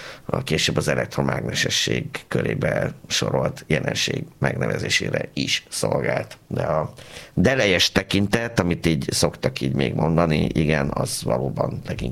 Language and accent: Hungarian; Pécs, Baranya, Hungary; born there; én pécsiként sosem libikókáztam, mert mi döcögőztünk